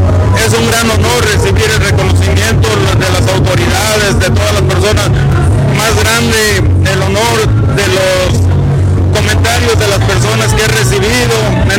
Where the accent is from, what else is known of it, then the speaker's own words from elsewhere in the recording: San Ciro de Acosta, San Luis Potosí, Mexico; para fortalecer a nuestros bomberos voluntarios de San Ciro de Acosta